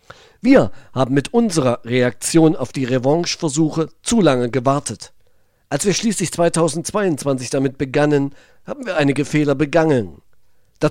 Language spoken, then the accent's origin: German; East Germany, Germany; born there; Wir DDR-Sozialisierten